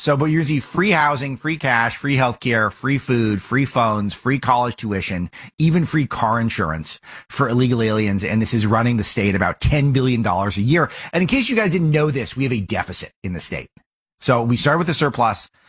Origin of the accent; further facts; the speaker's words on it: Los Angeles, California, United States; And I was born in Los Angeles and I've lived here, I think 32 of the 40 years I've been on this earth, and at least part-time, at least part of the year.